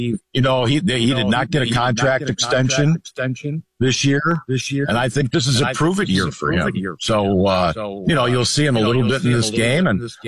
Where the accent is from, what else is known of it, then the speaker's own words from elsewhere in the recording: Tonawanda, New York, United States; moved away; I grew up in Tonawanda, city of... Not the town, not north, city of.